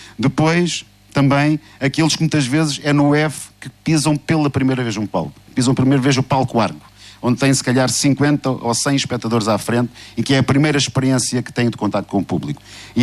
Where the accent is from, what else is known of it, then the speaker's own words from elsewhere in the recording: Faro, Algarve, Portugal; eu sou farense, tenho, obviamente sou suspeito